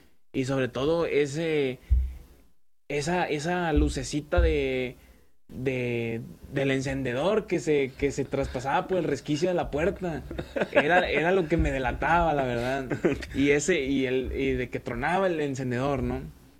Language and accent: Spanish; San Andrés Tuxtla, Veracruz, Mexico; moved away